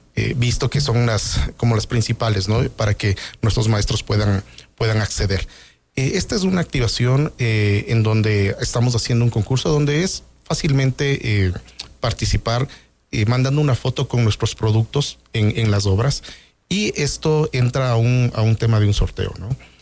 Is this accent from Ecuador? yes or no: yes; Ecuador; como ecuatorianos que somos.